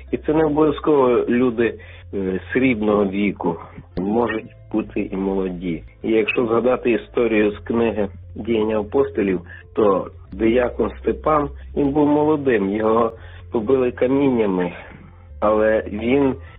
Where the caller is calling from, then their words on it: Lviv, Lviv Oblast, Ukraine; я зі Львова.